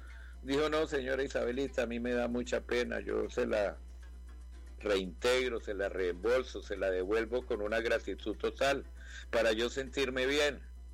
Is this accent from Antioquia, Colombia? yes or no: no; Villavicencio, Meta, Colombia; born there; also born or lived in Une, Cundinamarca; mi tierra, Villavicencio. No me vio nacer, me vio nacer UNE, pero Villavicencio es de donde son mis hijos, mis nietos, bueno, mis hijas de San Martín, pero mis nietecitos de acá de Villavo, y aquí estudiamos primaria